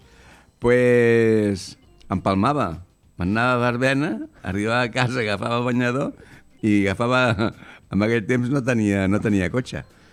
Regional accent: Barcelona, Catalonia, Spain; Allò era Horta, soc d'Horta.

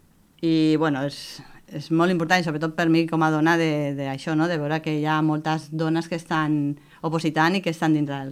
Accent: Vilassar de Mar, Catalonia, Spain; born there; moved away as an adult; also born or lived in Argentona; now in Mataró, Spain; No, venia de Mataró. Ah. Després de petita vaig anar a viure a Vilassar de Mar. I després vaig vindre aquí, a Argentona, i ara he tornat a Mataró.

